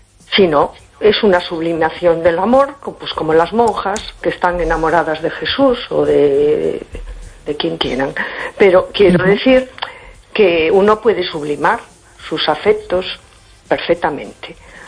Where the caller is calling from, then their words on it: A Coruña, Galicia, Spain; Hola, buenas noches … de Coruña.